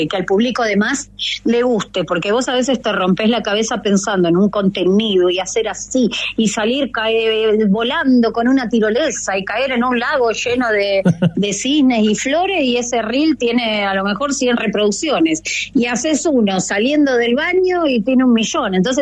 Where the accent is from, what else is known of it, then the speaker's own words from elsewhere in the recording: Rosario, Santa Fe, Argentina; Yo venía trabajando en la ciudad de Rosario, que es mi ciudad natal